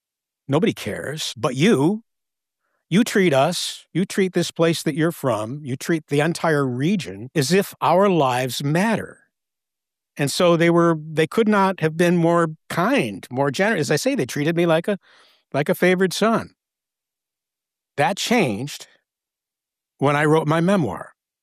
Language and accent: English; Gloversville, New York, United States; which took place in fictional towns that were, you know, avatars for my hometown of Gloversville. And then later on, by the time I got to Bridge of Sighs, I called it Thomaston, but again, it was very recognizable as a town based on upstate New York and Gloversville in particular.